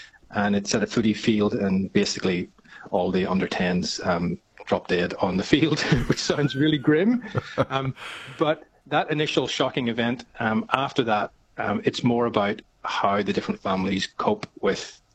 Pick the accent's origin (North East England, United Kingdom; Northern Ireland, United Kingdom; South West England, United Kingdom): Northern Ireland, United Kingdom; Belfast; moved away as an adult; now in Australia; Yeah, I was born in Belfast and moved to Australia in my 20s